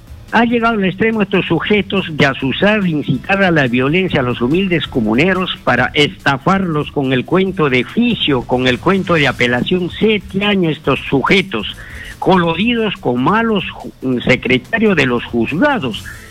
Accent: Peru

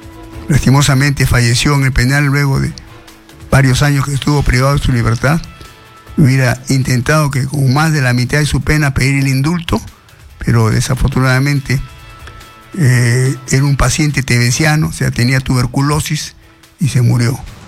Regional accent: Peru

